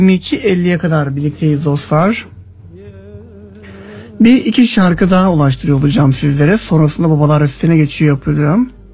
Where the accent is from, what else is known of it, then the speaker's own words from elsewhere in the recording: Ordu, Turkey; bizden de ordumuza, memleketime selam olsun diyelim.